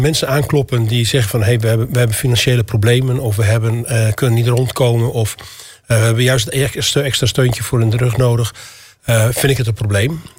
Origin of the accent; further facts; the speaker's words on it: Zwolle, Overijssel, Netherlands; Ik kom zelf uit Zwolle.